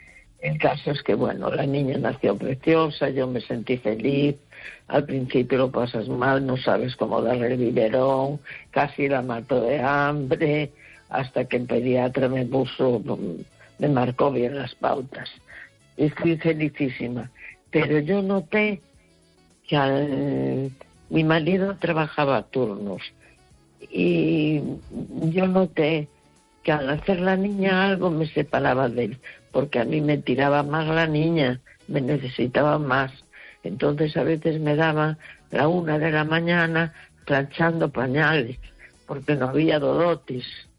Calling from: A Coruña, Galicia, Spain; de La Coruña.

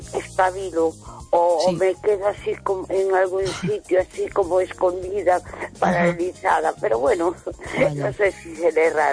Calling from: A Coruña, Galicia, Spain; de Coruña.

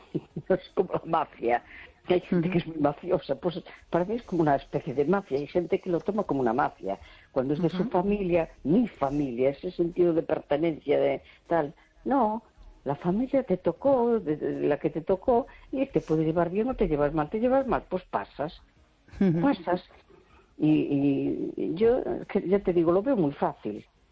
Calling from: A Coruña, Galicia, Spain; de La Coruña.

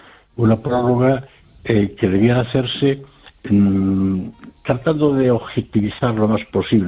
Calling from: Madrid, Community of Madrid, Spain; de Madrid.

